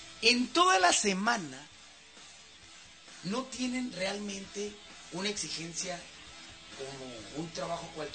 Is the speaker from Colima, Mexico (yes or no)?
no; Baja California, Mexico; El licenciado Crispín, al igual que yo, somos oriundos de la Baja California.